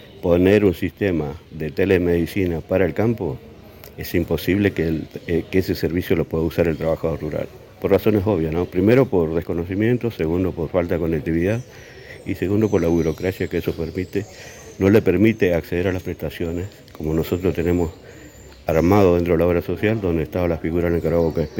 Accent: Chaco, Argentina; Yo soy del Chaco

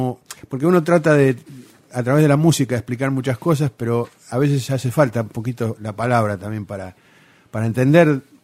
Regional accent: Santa Fe, Argentina; moved away as an adult; now in Buenos Aires, Argentina; cerca de Rosario. Y bueno, estudié como todos los chicos en el conservatorio de ahí del pueblo, después me fui a estudiar al Instituto de Música de Rosario, después terminé yendo a estudiar en la Universidad Católica en Buenos Aires

